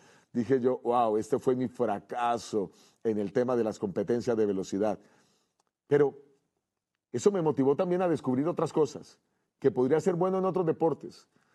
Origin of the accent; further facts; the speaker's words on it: Bogotá, Colombia; la ciudad donde yo estudiaba, en mi país, en la ciudad de Bogotá, en Colombia